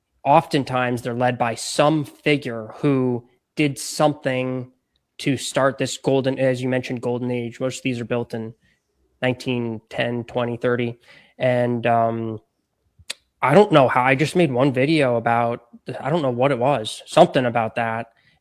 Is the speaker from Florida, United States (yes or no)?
yes; Florida, United States; But to me, I grew up golfing in Florida and in the South, and it felt a little more manufactured to me.